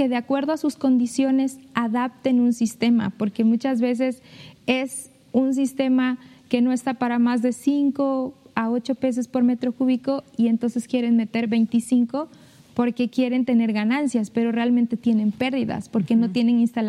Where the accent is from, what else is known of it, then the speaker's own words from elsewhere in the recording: Medellín, Veracruz, Mexico; Del municipio de Medellín.